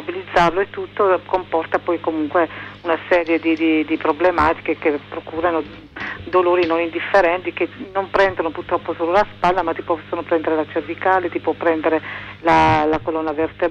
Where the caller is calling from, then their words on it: Brescia, Lombardy, Italy; da Brescia.